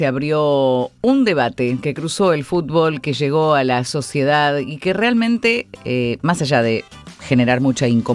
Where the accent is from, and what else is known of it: Argentina